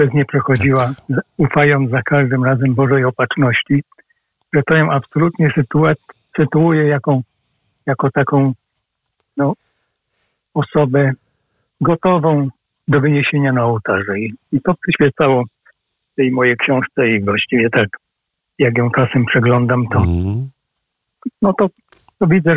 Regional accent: Silesian Voivodeship, Poland; born there; bo mieszkałem pod Katowicami, Ślązakiem jestem z urodzenia.

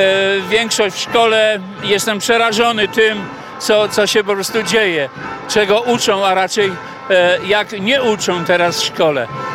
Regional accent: Subcarpathian Voivodeship, Poland; Ja pochodzę z Bieszczadów, więc tutaj mógłbym dużo mówić na temat sytuacji, jaka jest teraz z wilkami, z niedźwiedziami.

